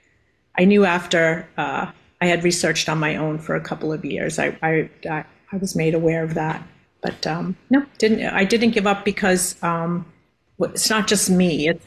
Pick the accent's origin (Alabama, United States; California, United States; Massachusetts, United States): Massachusetts, United States; Mashpee; I'm from the Mashpee Wampanoag tribe